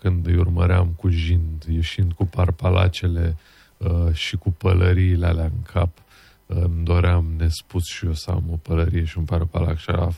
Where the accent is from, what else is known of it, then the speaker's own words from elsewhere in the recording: Reșița, Caraș-Severin, Romania; born there; moved away; also born or lived in New York; eu m-am născut la Reșița, un oraș minunat